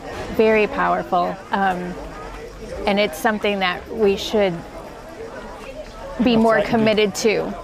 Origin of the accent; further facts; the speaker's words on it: Chicago, Illinois, United States; from Chicago, Illinois.